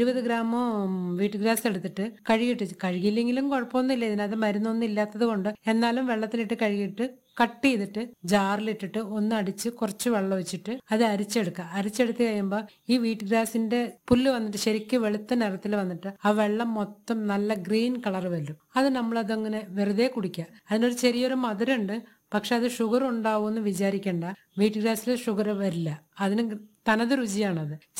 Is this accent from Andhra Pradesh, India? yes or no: yes; Andhra Pradesh, India; Malayalam is a second language; moved away as an adult; now in Kerala, India; ഞാൻ ആന്ധ്രയിൽ ജനിച്ചിട്ടുണ്ട്, ആന്ധ്രയിൽ വളർന്നിട്ടുണ്ട്, തമിഴ്നാട്ടിൽ പോവാറുണ്ട്.